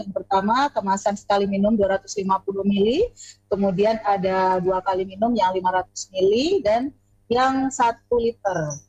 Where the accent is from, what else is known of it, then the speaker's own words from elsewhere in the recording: Jayapura, Papua, Indonesia; Tapi saya lahir besar di Papua, di Jayapura. Jadi sudah kayak bagaimana ya? Campur-campur. Kalau di rumah orang tua memang membudayakan untuk berbahasa Jawa.